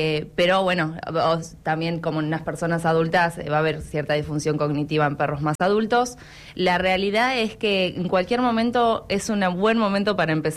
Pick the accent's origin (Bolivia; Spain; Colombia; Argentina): Argentina; Trelew, Chubut; moved away; emocionada por volver a Trelew, que es mi ciudad natal.